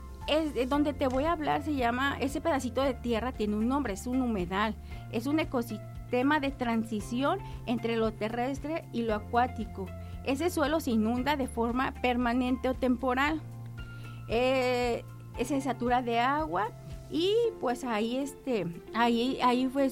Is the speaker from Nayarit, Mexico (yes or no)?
yes; Tepic, Nayarit, Mexico; Yo pues aquí crecí en Tepic, uh-huh, aquí estuve aquí en la primaria, y vivo cerquitas de un punto donde crecen juncos